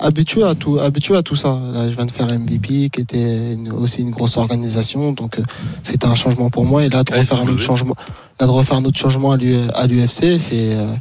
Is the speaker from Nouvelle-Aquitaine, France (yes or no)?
no; Paris, Île-de-France, France; on vient de Paris.